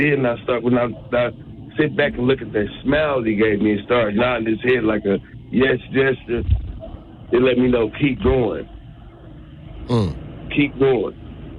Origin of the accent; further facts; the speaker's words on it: Milwaukee, Wisconsin, United States; also born or lived in Napa; We was born in Napa, raised in Milwaukee.